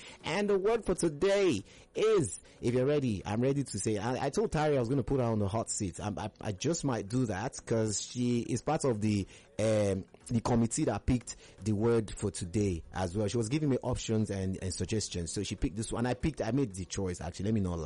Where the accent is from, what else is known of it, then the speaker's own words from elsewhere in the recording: Edo, Nigeria; I'm a Nigerian man, I'm from Edo State, so maybe my accent and my intonation is deceiving your ear